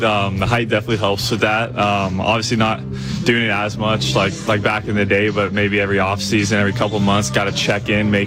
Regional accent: California, United States; Yeah, grew up a Dodger fan.

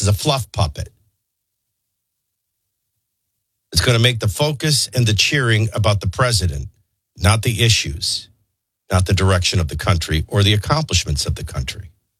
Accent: Chicago, Illinois, United States; I grew up in Chicago. There isn't even college football in Chicago.

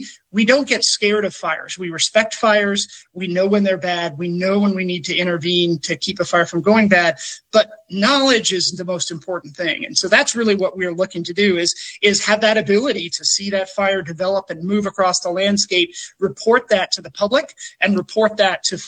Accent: Gulf Coast, United States; I grew up in the Gulf Coast. So I grew up with hurricanes, and interesting. If you grew up in the Gulf Coast, you're not scared of a hurricane.

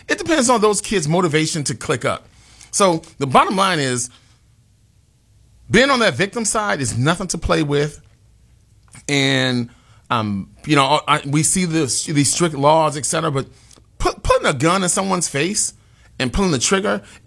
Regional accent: Chicago, Illinois, United States; It's no secret that, you know, I grew up in Cabrini Green.

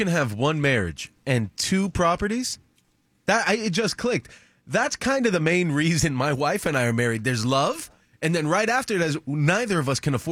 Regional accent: Miami, Florida, United States; I grew up in the Miami bubble.

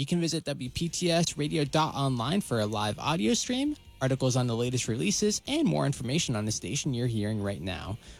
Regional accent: Waterford, Pennsylvania, United States; I grew up with those guys. They're from my hometown of Waterford, Pennsylvania, right outside of Erie.

